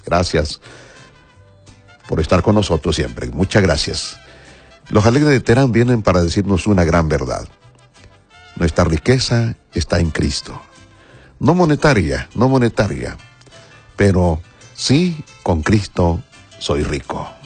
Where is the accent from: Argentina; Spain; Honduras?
Honduras; Olanchito, Yoro; moved away; allá en mi ciudad Olanchito